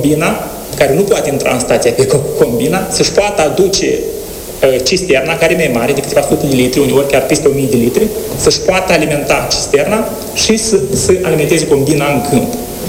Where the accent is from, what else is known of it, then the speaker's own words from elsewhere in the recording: Moldova; noi în Moldova avem două piețe